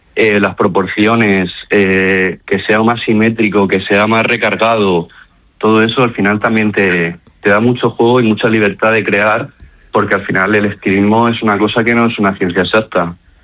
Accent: Murcia, Region of Murcia, Spain; yo también soy de Murcia, el equipo de gimnasia en general, la gran mayoría somos murcianos, entonces para mí también tiene una parte cargada de sentimiento de mi ciudad.

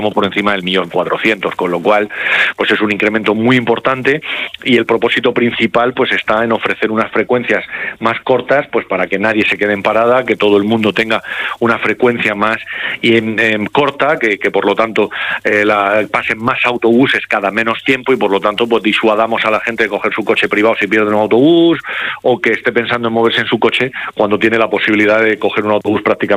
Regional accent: Alquerías, Region of Murcia, Spain; somos de Alquerías

